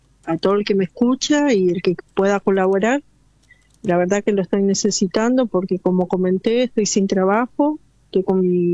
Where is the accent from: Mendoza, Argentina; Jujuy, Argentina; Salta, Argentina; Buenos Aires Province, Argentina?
Buenos Aires Province, Argentina; Almirante Brown; Soy de Almirante Brown.